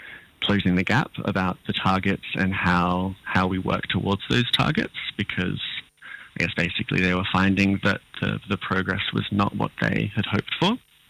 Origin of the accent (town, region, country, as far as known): Canberra, Australian Capital Territory, Australia; born or raised there